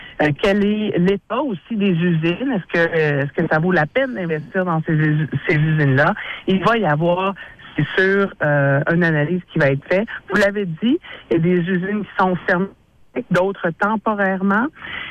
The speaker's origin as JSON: {"language": "French", "region": "Quebec", "country": "Canada", "said": "chez nous au Québec"}